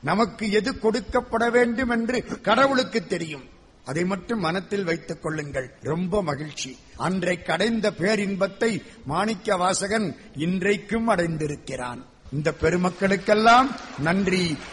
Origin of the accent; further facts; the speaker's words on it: Madurai, Tamil Nadu, India; நான் மதுரைக்காரன், நான் மதுரைக்காரன், பண் சுமந்த பாடலுக்கு பரிசு தரக்கூடிய மதுரைக்காரன்.